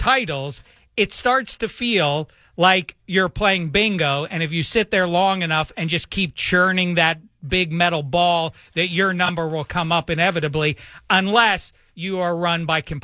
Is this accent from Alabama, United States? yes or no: no; Pittsburgh, Pennsylvania, United States; I grew up in Pittsburgh. The Steelers were a dynasty when I was growing up.